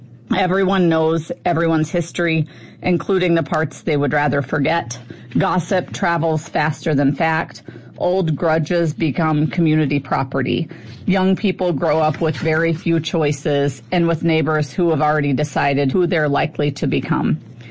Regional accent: Baldwin City, Kansas, United States; now in Edina, United States; I currently live in Edina, Minnesota, but I grew up in Baldwin, Kansas

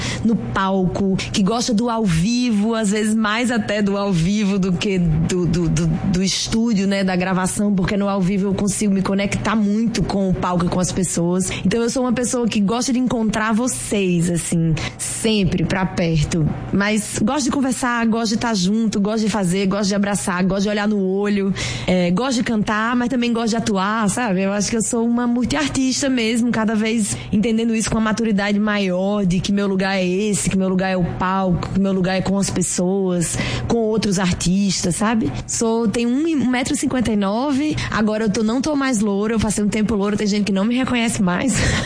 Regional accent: Natal, Rio Grande do Norte, Brazil; moved away; Bom, gente, eu sou do Rio Grande do Norte, mais especificamente de Natal. Saí de Natal alguns anos para morar no Sudeste e fazer minha carreira de cantora e artista.

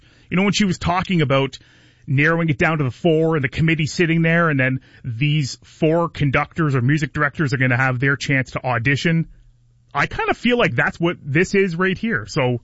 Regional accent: Belle River, Ontario, Canada; moved away as an adult; also born or lived in North Bay / Calgary / Athabasca; So I grew up in Puce and Belle River and then finished high school, graduated Belle River High School, went to school in North Bay, and then my journey into radio took me across Canada.

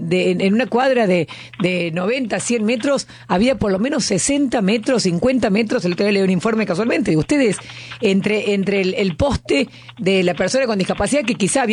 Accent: Buenos Aires, Argentina; Doy vueltas por el auto, soy porteña, camino, más el auto, más todo, y verdaderamente era un problema, así que lo celebro.

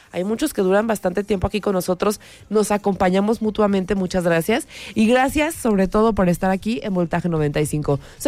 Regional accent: Mexico

